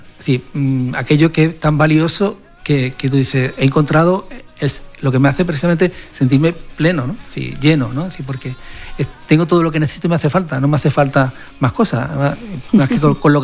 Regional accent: Málaga, Andalusia, Spain; Para mí es mi tierra y mi origen, ¿no? Pero sobre todo me ha dejado muy buen gusto, ¿no? Porque realmente uno ve, ¿no? Lo que es la generosidad y sobre todo el cariño de la gente de Málaga.

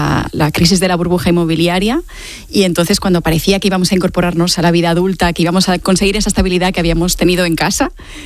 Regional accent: Balearic Islands, Spain; moved away as an adult; now in Barcelona, Spain

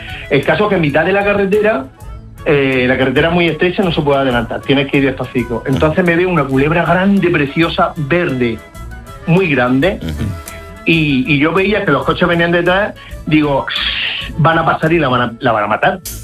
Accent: Murcia, Region of Murcia, Spain; Yo soy de Murcia, y los de Murcia nos vamos a veranear o a la playa, a pasar calor como perro, o nos vamos a la montaña que por la noche se está fresquillo.

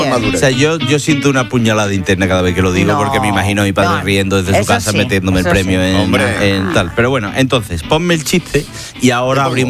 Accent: Seville, Andalusia, Spain; Sabéis que, evidentemente, soy de Sevilla.

